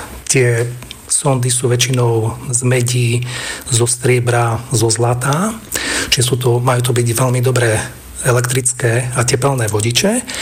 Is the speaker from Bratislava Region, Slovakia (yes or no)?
no; Stará Ľubovňa, Prešov Region, Slovakia; now in Košice, Slovakia; A ten život v Starej Ľubovni a to moje detstvo bolo zaujímavé tým, že moja mama pochádza z 8 detí a aj otec z 8 detí.